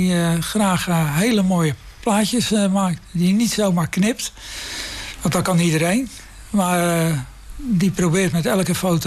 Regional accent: Vlaardingen, South Holland, Netherlands; also born or lived in Singapore; Vlaardingen, want ja, dat is toch dus dat waar ik vandaan kom.

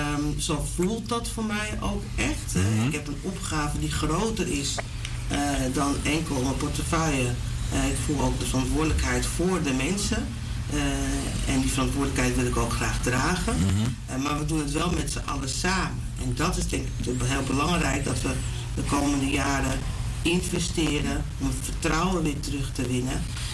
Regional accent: Amsterdam, North Holland, Netherlands; geboren en getogen in Amsterdam. Op verschillende plaatsen ook gewoond in Amsterdam.

